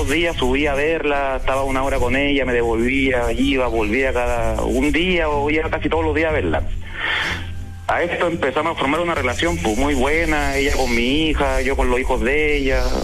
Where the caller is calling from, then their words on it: Coquimbo, Chile; Ella vive a una hora de donde vivo yo. Yo vivo en Coquimbo.